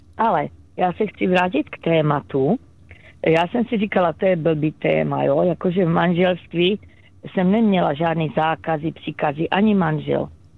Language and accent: Czech; Olomouc, Olomouc Region, Czechia; now in Radíkov, Czechia; já jsem z Olomouce jako rodačka.